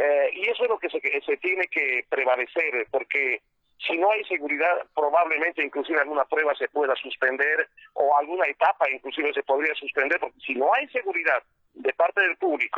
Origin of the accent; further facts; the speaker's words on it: Santa Cruz de la Sierra, Santa Cruz, Bolivia; Yo vengo de Santa Cruz, Bolivia